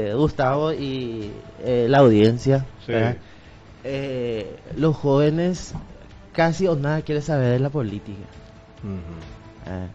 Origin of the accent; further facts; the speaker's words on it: Concepción, Paraguay; moved away as an adult; now in Pedro Juan Caballero, Paraguay; En la realidad, yo soy de la colonia Ahuillepeajú, distrito de Ullau.